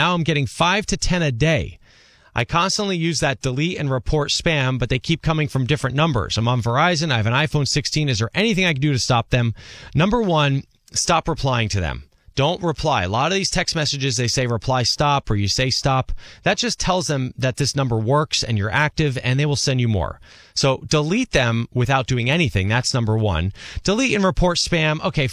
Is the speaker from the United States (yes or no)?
yes; New Jersey, United States; I could see them from my street where I grew up in New Jersey.